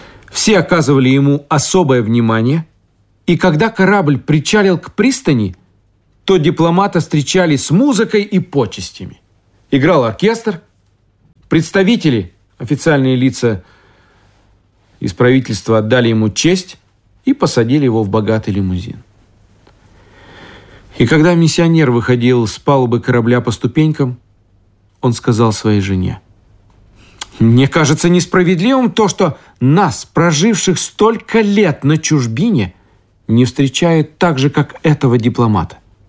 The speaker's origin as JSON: {"language": "Russian", "country": "Russia"}